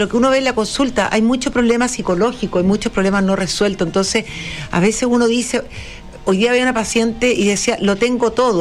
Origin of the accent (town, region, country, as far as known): Chile